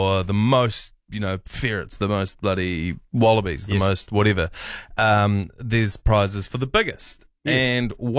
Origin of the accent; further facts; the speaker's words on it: Waimate, Canterbury, New Zealand; moved away; So, where I grew up in Waimate, we have the Pest Quest.